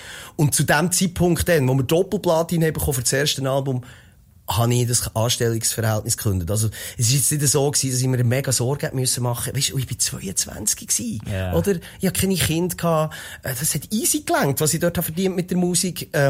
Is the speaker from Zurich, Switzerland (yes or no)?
no; Interlaken, Bern, Switzerland; born or raised there